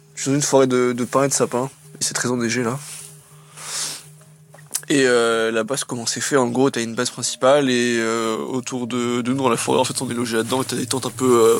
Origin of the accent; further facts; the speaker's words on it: Quimper, Brittany, France; now in Ukraine; je suis breton, je viens de Quimper et j'ai 27 ans. Et depuis presque 3 ans maintenant, je suis combattant en Ukraine.